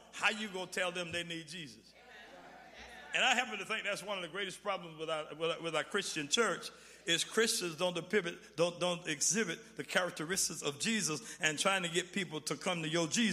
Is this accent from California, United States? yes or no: no; Chicago, Illinois, United States; I know I'm saved, but I'm from Chicago.